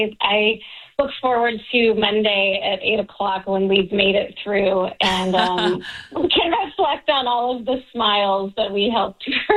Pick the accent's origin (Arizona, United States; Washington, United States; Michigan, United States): Washington, United States; Spokane; And I'm from Spokane, and I was just there when that fire happened.